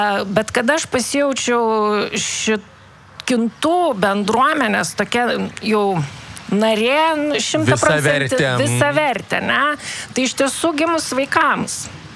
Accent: Labūnava, Kaunas County, Lithuania; born there; moved away as an adult; also born or lived in Vilnius; now in Kintai, Lithuania; aš esu kilusi visai ne iš Kintų, ne iš Pamario krašto. Aš esu gimusi Labūnavoje, Kėdainių rajone. Studijų metais gyvenau ir dar dirbau Vilniuje.

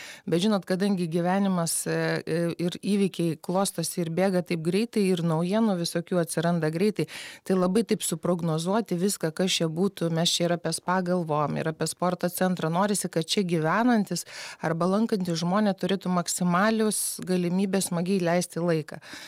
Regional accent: Klaipėda, Klaipėda County, Lithuania; kaip klaipėdietė

